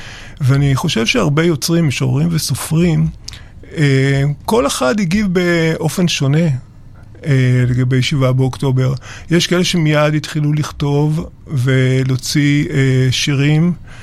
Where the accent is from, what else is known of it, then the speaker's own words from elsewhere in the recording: Kfar Saba, Central District, Israel; כן, אני גדלתי בכפר סבא, אני דור ראשון בארץ.